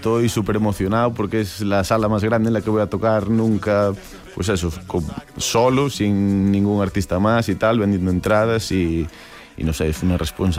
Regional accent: Galicia, Spain; yo como buen gallego folclórico, pues la lusofonía me apela

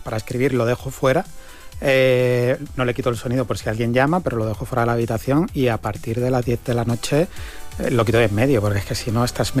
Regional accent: Cádiz, Andalusia, Spain; now in Costa del Sol, Spain; yo no soy de Málaga, yo soy de Cádiz, llevo 15 años viviendo allí en la Costa del Sol

